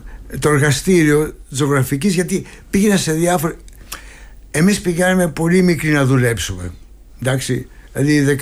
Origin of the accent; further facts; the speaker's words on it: Athens, Attica, Greece; moved away; γεννήθηκα και μεγάλωσα στο Παγκράτη και ξαναγύρισα και πήρα ένα διαμέρισμα πάλι στο Παγκράτη.